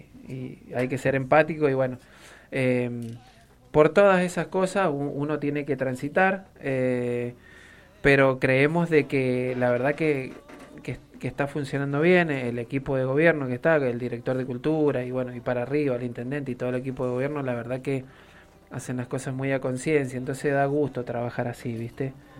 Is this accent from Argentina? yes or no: yes; Mendoza, Argentina